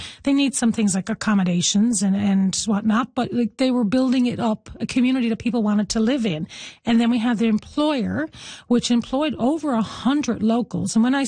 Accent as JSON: {"language": "English", "town": "Placentia", "region": "Newfoundland and Labrador", "country": "Canada", "tie": "born or raised there", "said": "I grew up in Placentia, so I'm familiar with how Argentia works."}